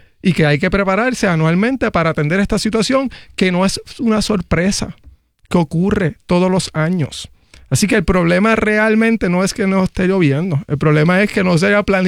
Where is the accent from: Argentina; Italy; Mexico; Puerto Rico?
Puerto Rico; Aguada; El noroeste de donde yo soy, Aguada